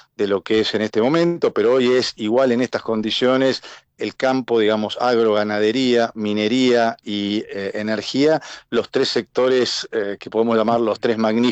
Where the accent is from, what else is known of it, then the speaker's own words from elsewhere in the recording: Argentina; debemos como Argentina argentinos pensar y trabajar y poner cuáles son los instrumentos para un país para 48 millones de argentinos